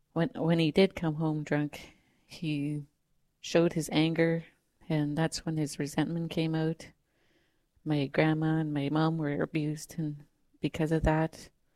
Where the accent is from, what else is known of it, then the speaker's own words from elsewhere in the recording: British Columbia, Canada; I'm originally from Upper Nakli Indian Band, which is near Merritt, BC. The reserve is in two parts called Koshana and Douglas Lake. I lived on Koshana.